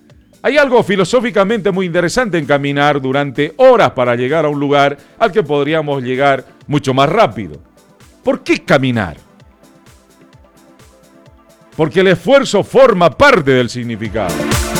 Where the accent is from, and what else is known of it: Tarija, Bolivia